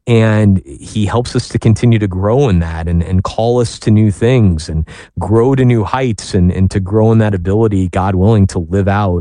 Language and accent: English; Peoria, Illinois, United States; I grew up in the Diocese of Peoria, Illinois, and we had this wonderful vocation summer camp